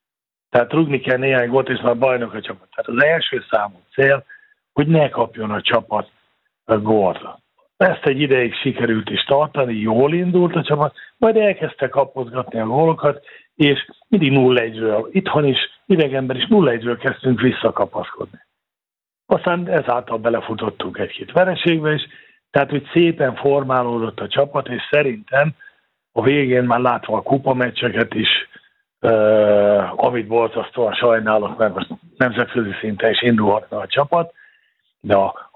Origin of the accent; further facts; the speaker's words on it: Békés, Hungary; born there; hát én vidéki vagyok, Kéregyháza mellett születtem